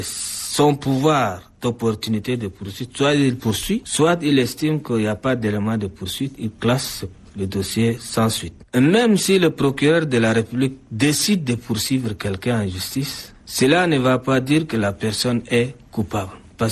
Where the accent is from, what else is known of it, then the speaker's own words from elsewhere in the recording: Chad; Par exemple, chez nous au Tchad, dans la plupart des cas, on a ce qu'on appelle nos chefs de race